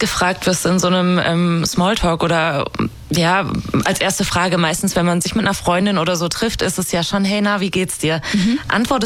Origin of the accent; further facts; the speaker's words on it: Giessen, Hesse, Germany; ich komme aus Gießen, deswegen kenne ich das vielleicht.